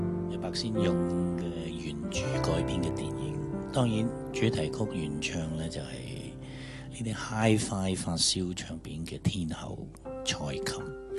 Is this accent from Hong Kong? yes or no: yes; Hong Kong; 同埋咁入我哋香港人嘅心。